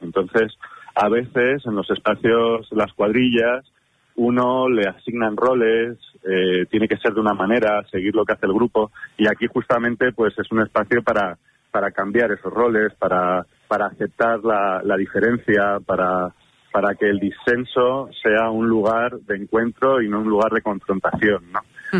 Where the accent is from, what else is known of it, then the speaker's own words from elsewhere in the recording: Madrid, Community of Madrid, Spain; now in Navarre, Spain; Sí, claro, yo vengo de Madrid.